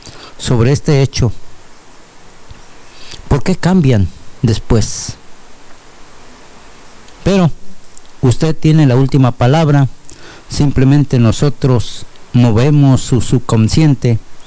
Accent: Mexico; ¿Qué acaso somos mexicanos solamente un día?

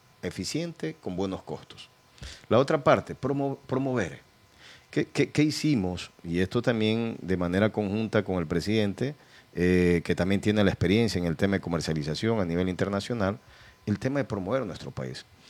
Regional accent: El Oro, Ecuador; nuestra provincia El Oro, tiene algo singular, ¿ya? Porque tenemos ahí un tema de diversos pisos climáticos

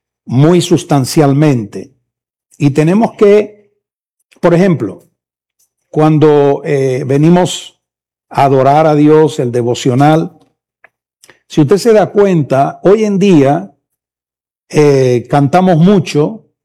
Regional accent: Spain; Yo no soy gallego. Soy español, pero no soy de Galicia

